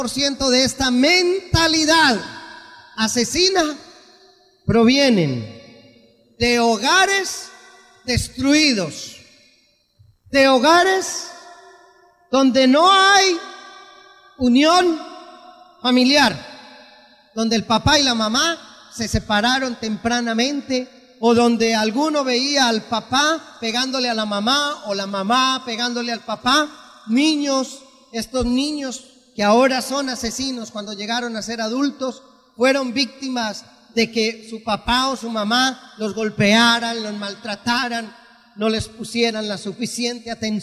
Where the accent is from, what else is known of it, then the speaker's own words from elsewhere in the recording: Colombia; 20 intelectuales de mi país, en Colombia, dan las razones por las cuales son ateos.